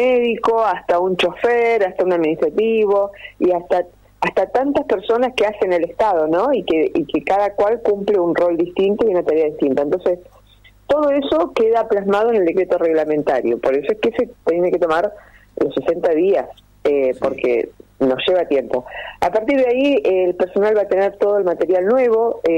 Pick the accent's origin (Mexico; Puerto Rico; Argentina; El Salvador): Argentina; General Roca, Río Negro; moved away; Yo soy de Roca, exactamente.